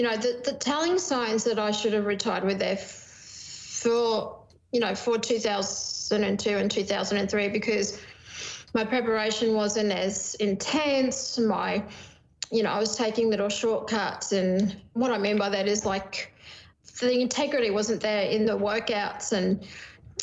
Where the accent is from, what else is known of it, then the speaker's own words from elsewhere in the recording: Queensland, Australia; also born or lived in Brisbane; as a little girl growing up in Queensland and then spending some of my teenage years in Brisbane, this was probably the first Indigenous band I could relate